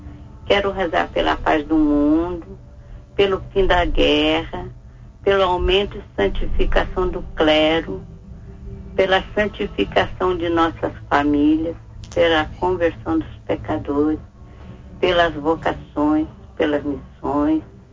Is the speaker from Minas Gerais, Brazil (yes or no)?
yes; São Lourenço, Minas Gerais, Brazil; Eu sou de São Lourenço.